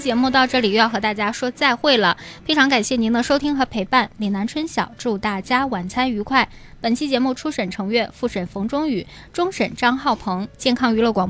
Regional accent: Northeast China, China

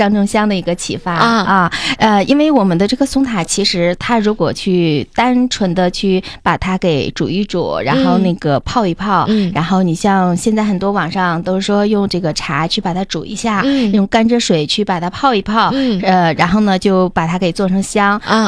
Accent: Northeast China, China; 我是对我们东北的这个柏树啊，那个侧柏是比较感兴趣的。因为这个在我家乡的时候也会有这种香材

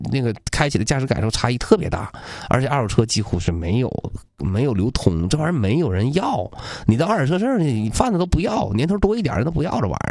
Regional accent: Changchun, Jilin, China; 我首选我长春人啊，

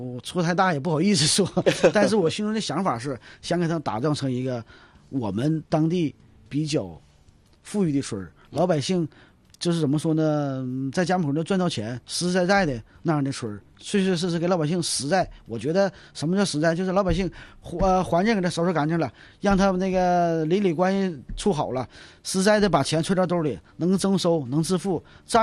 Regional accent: China; 在这个这个淳朴的乡村，我的老家，我就这个村土生土长的，在这个家乡发展

